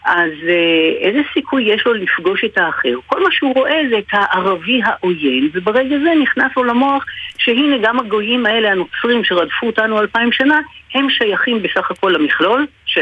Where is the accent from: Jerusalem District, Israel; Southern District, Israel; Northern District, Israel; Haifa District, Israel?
Jerusalem District, Israel; Jerusalem; אני גדלתי בשנות ה-60 בירושלים, והיה ממש יחסית רגוע ביותר